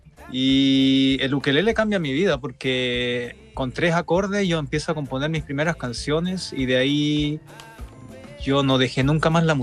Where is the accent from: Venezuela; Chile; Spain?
Chile; Easter Island, Valparaíso; Y la viruela casi extermina mi pueblo.